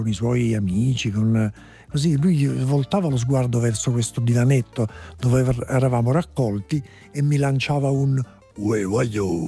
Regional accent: Naples, Campania, Italy; io essendo l'unico, per quanto giovane, ma l'unico napoletano del cast, ero l'unico a cui mi rivolgesse un saluto più simpatico degli altri.

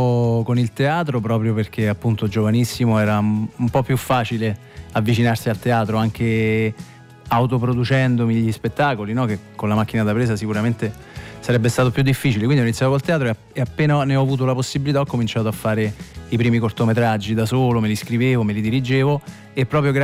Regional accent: Rome, Lazio, Italy

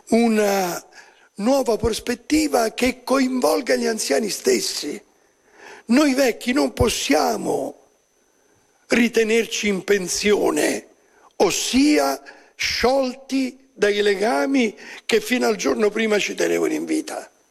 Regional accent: Sicily, Italy; Anch'io sono siciliano, ormai mi devo chiedere.

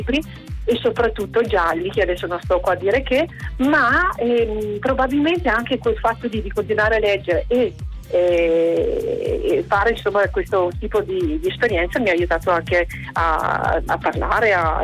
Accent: Veneto, Italy; accent: Venetian dialect; now in Vicenza, Italy; si parlava in dialetto, no? Il nostro dialetto veneto.

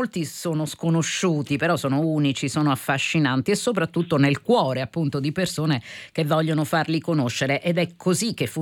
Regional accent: Chieti, Abruzzo, Italy; io sono di Chieti

